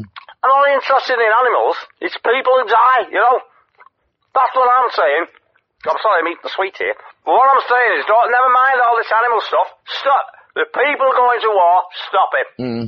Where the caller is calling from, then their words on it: North West England, United Kingdom; I'm from Merseyside.